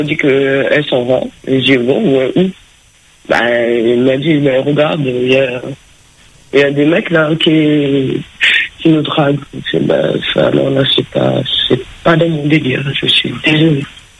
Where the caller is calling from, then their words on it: Le Tampon, Réunion, France; je suis chez moi au tampon.